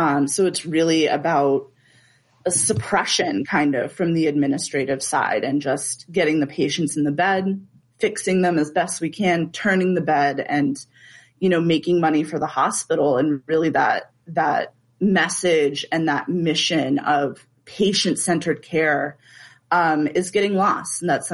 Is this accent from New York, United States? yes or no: no; Burlington, Vermont, United States; moved away as an adult; now in Chicago, United States; I am from Burlington, Vermont.